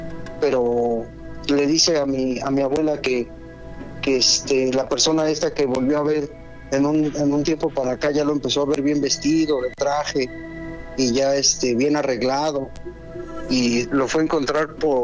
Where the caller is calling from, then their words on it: Mexico City, Mexico; De aquí, de la Ciudad de México.